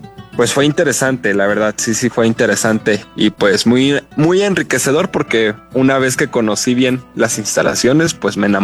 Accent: Hidalgo, Mexico; Nosotros como somos hidalguenses, pues el huapango es algo que nos representa.

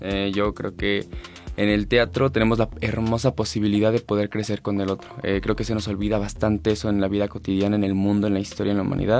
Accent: Cuautepec de Hinojosa, Hidalgo, Mexico

